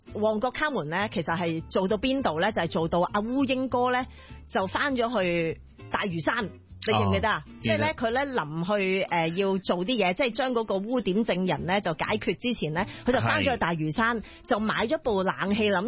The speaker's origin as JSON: {"language": "Cantonese", "country": "Hong Kong", "said": "我們香港人"}